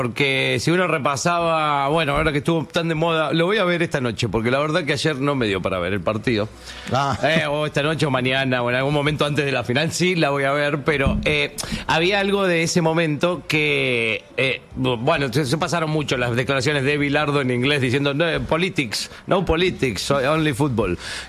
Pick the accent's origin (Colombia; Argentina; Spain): Argentina; Sí, yo soy así, soy argentino, ingleses putos de Malvinas, no me olvido.